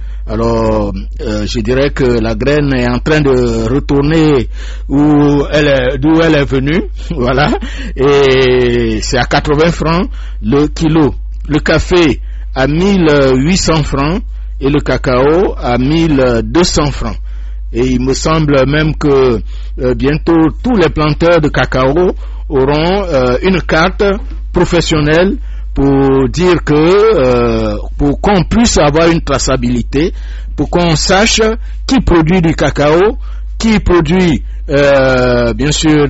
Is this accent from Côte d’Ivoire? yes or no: yes; Côte d’Ivoire; parce que nous sommes tous paysans, je viens de Grand Lépé